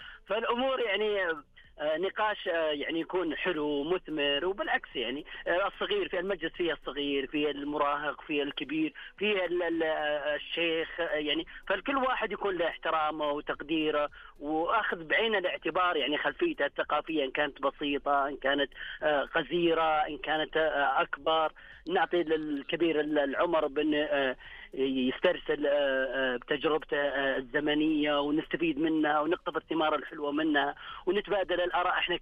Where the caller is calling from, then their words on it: Riyadh, Riyadh Province, Saudi Arabia; من الرياض.